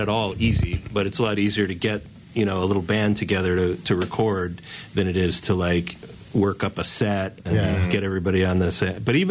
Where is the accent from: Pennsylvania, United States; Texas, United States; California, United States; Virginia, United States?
California, United States; Los Angeles; moved away as an adult; also born or lived in San Francisco / Oakland / Berkeley; now in Durham, United States; I'm from California. All right. I grew up in Los Angeles, and I've spent most of my adult life in San Francisco and Oakland and Berkeley.